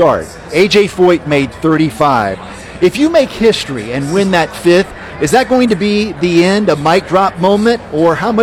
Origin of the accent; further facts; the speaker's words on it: Indianapolis, Indiana, United States; A pleasure and honor to be part of the call for the greatest race in the world right here in my hometown.